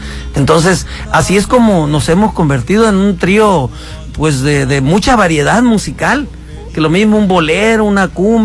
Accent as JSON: {"language": "Spanish", "town": "Culiacán", "region": "Sinaloa", "country": "Mexico", "said": "Y somos de Culiacán, claro que sí."}